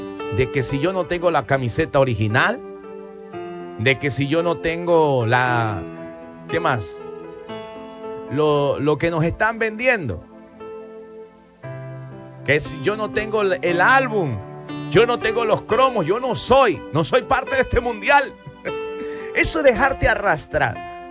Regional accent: Ecuador

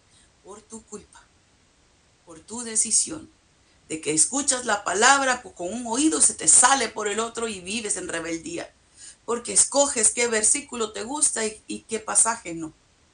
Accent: Mexico; yo soy de México.

